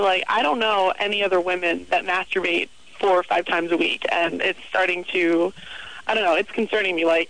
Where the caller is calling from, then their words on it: Pittsburgh, Pennsylvania, United States; I am calling from Pittsburgh.